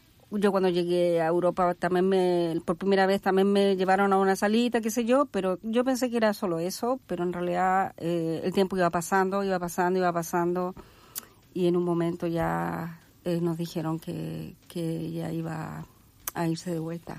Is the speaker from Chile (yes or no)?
yes; Chile; now in Switzerland; Soy de Chile, pero vivo en Suiza.